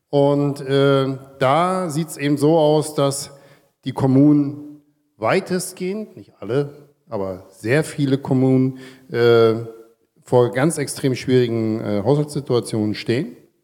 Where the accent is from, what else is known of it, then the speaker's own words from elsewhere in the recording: Brandenburg, Germany; now in Mecklenburg-Vorpommern, Germany; bin aufgewachsen in der Uckermark und ich bin ein ausgebautes Radwegenetz gewöhnt.